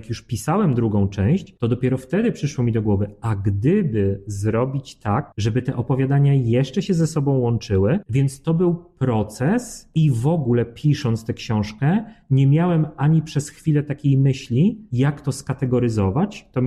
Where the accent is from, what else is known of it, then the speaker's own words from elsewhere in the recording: Warsaw, Masovian Voivodeship, Poland; Ja jestem warszawiakiem z urodzenia.